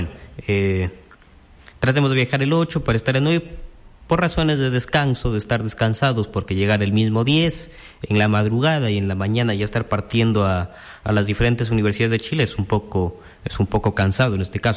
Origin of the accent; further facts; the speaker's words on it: Zaruma, El Oro, Ecuador; allá Saruma, que es de donde soy.